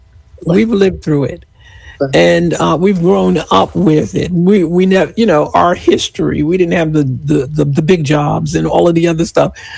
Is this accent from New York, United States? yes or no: yes; New York, United States; moved away; I hail from New York